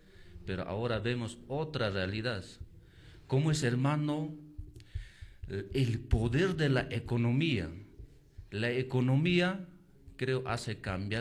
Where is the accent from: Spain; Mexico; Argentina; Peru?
Peru